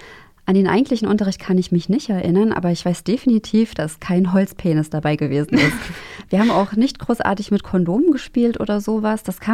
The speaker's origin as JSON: {"language": "German", "region": "Thuringia", "country": "Germany", "said": "Also ich bin Thüringerin"}